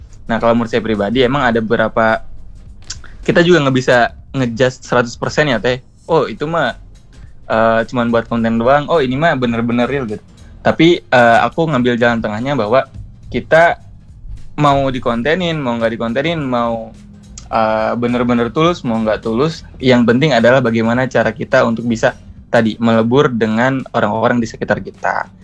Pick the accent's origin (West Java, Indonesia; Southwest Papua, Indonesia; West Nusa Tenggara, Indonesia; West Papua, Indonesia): West Java, Indonesia; Kuningan; Aku asalnya Kuningan.